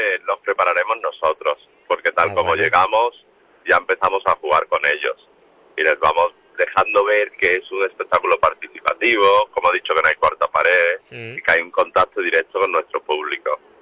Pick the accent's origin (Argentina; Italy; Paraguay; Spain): Spain; Seville, Andalusia; now in Catalonia, Spain; Ya tenemos funciones ahí en Cataluña, donde tenemos la base, aunque soy de Sevilla.